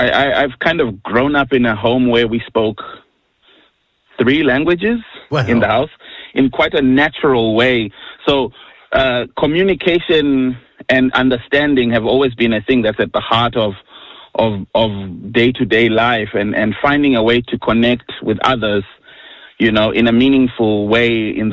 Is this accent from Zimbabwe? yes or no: yes; Zimbabwe; growing up in Zimbabwe, you have quite a big celebration of traditional music.